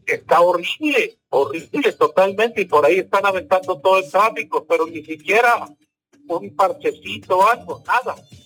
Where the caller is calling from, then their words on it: Tapachula, Chiapas, Mexico; De acá de Tapachula